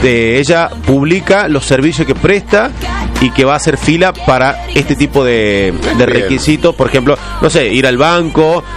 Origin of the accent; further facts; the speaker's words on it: Tafí Viejo, Tucumán, Argentina; Somos de Tafibiejo, hacemos claro. fila.